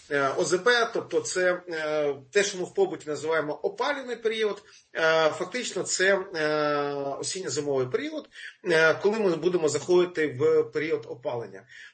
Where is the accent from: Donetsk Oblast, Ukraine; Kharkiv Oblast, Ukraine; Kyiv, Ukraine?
Kharkiv Oblast, Ukraine; Kharkiv; в моєму рідному Харкові